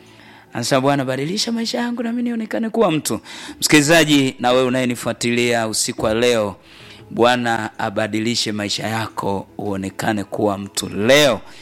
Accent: Tanzania; nikamwambia wana sisi wageni tumetoka Tanzania.

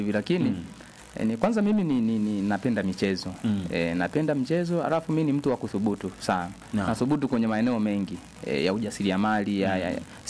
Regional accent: Bunda, Mara, Tanzania; born there; Unajua mimi ni mzaliwa wa Bunda. Kwa hiyo nina jamii inayonizunguka ya ndugu zangu, familia, ujumbani Bunda, nyumbani upande wa baba Bunda.

